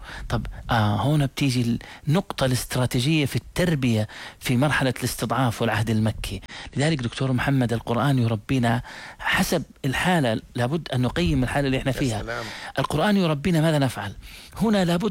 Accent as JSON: {"language": "Arabic", "country": "Jordan", "said": "أنا من الأردن الأردن بجانب فلسطين"}